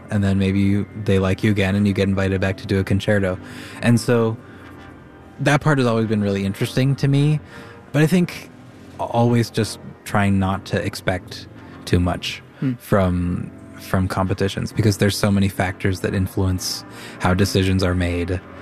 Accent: Minneapolis, Minnesota, United States; I am so honored and thrilled that it's here in my hometown.

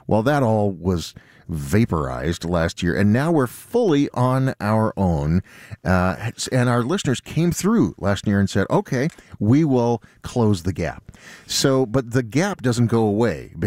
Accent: Florida, United States; I grew up in Florida. I did grow up listening to public radio

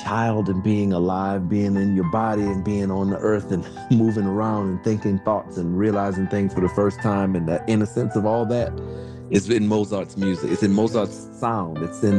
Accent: Kenner, Louisiana, United States; You know, I'm a kid from Kenner, Louisiana, who grew up in a musical family and a musical environment. And then I went to Juilliard.

